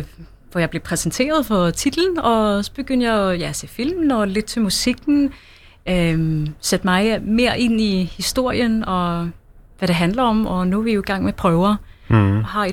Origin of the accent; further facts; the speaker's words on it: Sweden; Danish is a second language; moved away as an adult; now in Copenhagen, Denmark; jeg er jo svensker, og jeg flyttede til Danmark for, det er snart 9 år siden. Men jeg bor i København, så det er vel også mest der, jeg er.